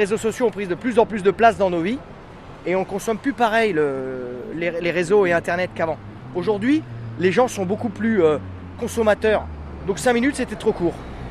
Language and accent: French; western France, France; moi je suis de l'Ouest.